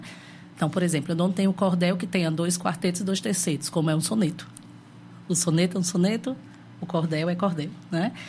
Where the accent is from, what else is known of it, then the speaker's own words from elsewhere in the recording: Campina Grande, Paraíba, Brazil; Eu sou pedagoga, mas eu sou de Campina Grande, na Paraíba, onde a literatura de cordel ainda é muito forte, né?